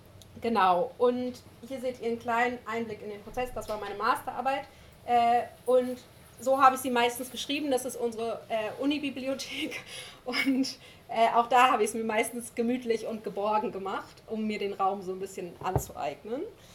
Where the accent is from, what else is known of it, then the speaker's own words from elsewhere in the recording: Lower Saxony, Germany; born there; Genau, ihr wisst schon, ich bin im Wendland geboren, da ist einfach ein Umfeld, was so sehr widerständig alternativ ist.